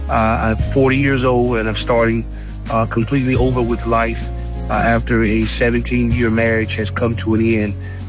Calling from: Ahoskie, North Carolina, United States; I'm calling from Ahoskie, North Carolina.

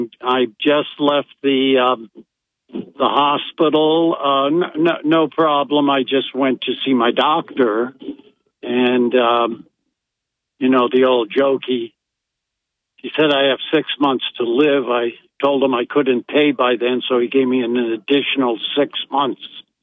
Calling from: Binghamton, New York, United States; from Binghamton.

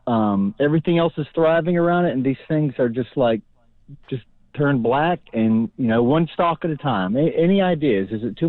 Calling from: Live Oak, Texas, United States; I'm calling from Live Oak, Texas.

